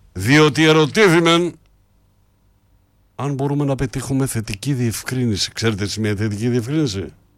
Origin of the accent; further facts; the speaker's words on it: Greece; Ντρέπομαι που το λέω σαν Έλληνας.